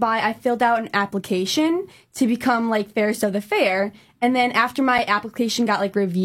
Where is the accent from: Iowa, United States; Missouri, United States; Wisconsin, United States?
Wisconsin, United States; Gratiot; I'm from Gratiot.